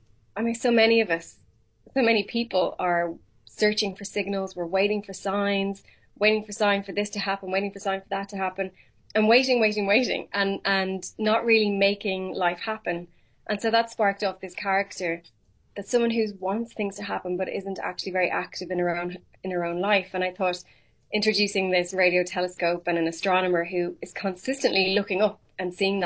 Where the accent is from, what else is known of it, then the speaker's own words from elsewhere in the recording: Ireland; I am Irish.